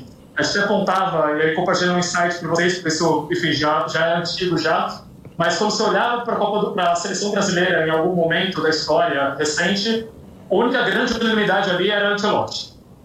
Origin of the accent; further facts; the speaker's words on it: Brazil; eu, como brasileiro fã de futebol